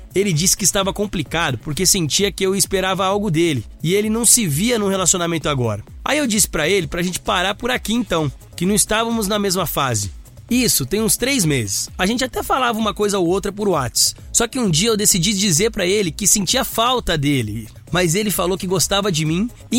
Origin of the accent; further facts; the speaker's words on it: Taubaté, São Paulo, Brazil; Eu sou de Taubaté.